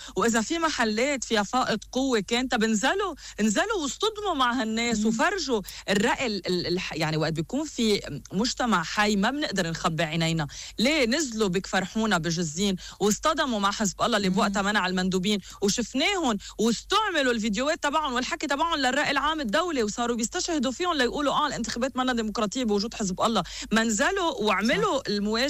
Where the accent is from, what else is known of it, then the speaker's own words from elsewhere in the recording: Lebanon; كلنا كلبنانيه